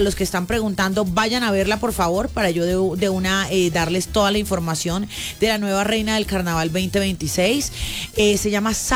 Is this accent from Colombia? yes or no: yes; Barranquilla, Atlántico, Colombia; Soy barranquillera y que sale ahí, pero bueno, muy bacano, muy bacano.